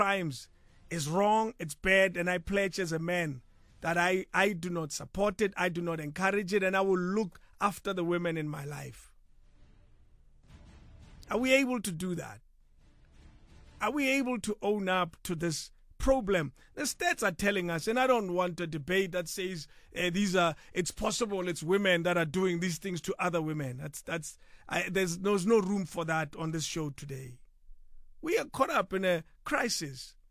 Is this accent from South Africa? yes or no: yes; South Africa; as men, as South African men